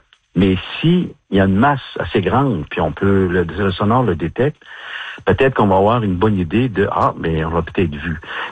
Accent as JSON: {"language": "French", "region": "Quebec", "country": "Canada", "said": "moi je viens pas de Pont-Négamouc en passant, je viens de la Côte-Nord."}